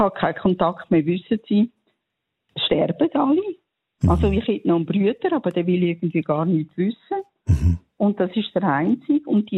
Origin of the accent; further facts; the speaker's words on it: Zurich, Switzerland; born there; Nein, weil ich bin im Zürich-Oberland geboren.